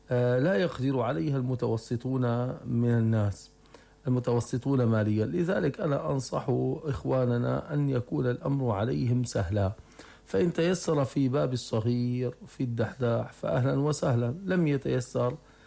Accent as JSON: {"language": "Arabic", "region": "Rif Dimashq", "country": "Syria", "said": "نحن بفضل الله عز وجل عندنا في الغوطة،"}